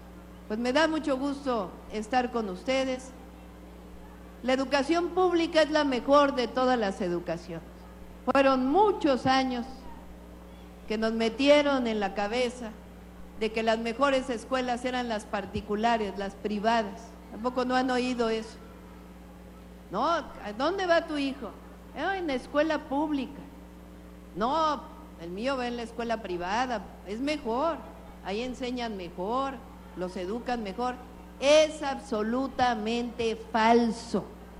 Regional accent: Mexico; El amor a la patria, porque somos mexicanas y mexicanos, orgullosos de nuestra historia

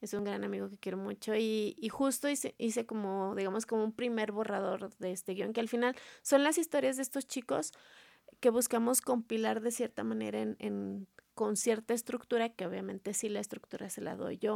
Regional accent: Zacatecas, Mexico; somos de Zacatecas, con realizadores zacatecanos

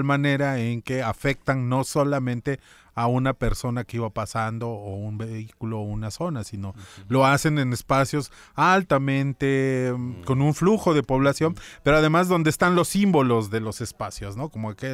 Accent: Mexico; Estos hombres que somos los mexicanos

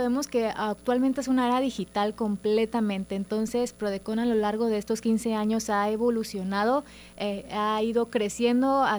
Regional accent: Mexico

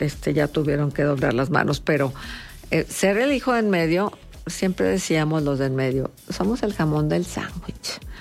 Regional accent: Mexico

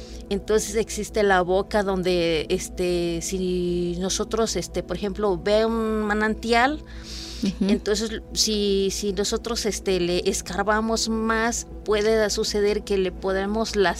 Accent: Tantoyuca, Veracruz, Mexico; moved away; yo soy de Palmital, pertenece a Tantuyuca. Palmital ya está colinda con casi como 20 minutos al estado de Hidalgo. Entonces estamos muy pegados al estado de Hidalgo, pero pues es un lugar muy muy bonito

